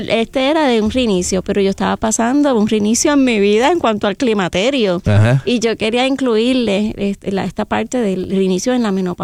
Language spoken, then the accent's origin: Spanish; Vega Baja, Puerto Rico; yo soy de Vega Baja